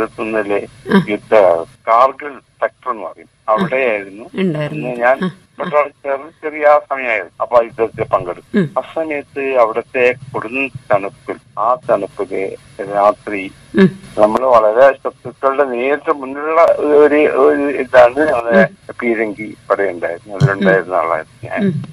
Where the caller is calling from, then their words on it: Echur, Kerala, India; ഞാൻ ഏച്ചൂർ നിന്നാണ് വിളിക്കുന്നത്.